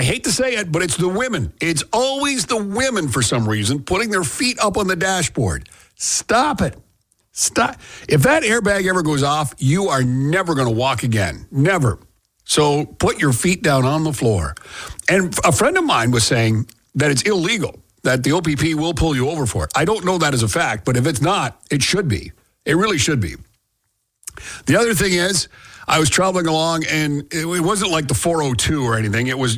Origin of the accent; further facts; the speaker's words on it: Belleville, Ontario, Canada; moved away; I had to go back to Belleville for a school reunion. And so Belleville's my hometown, obviously.